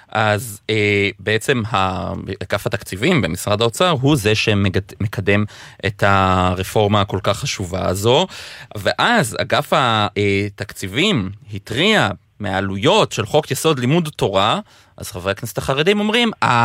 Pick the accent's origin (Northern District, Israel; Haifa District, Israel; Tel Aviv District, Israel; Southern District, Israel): Haifa District, Israel; Haifa; אני חיפאי במקור, מאוד אוהבת חיפה